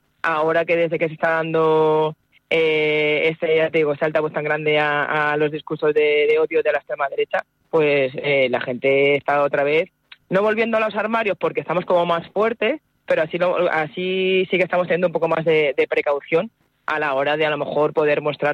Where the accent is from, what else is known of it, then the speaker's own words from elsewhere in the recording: Madrid, Community of Madrid, Spain; Yo soy de Madrid, nací en Madrid, me he criado en el barrio de Chueca desde que Chueca no era Chueca, o sea que conozco la Chueca anterior a lo que es ahora el barrio de La Libertad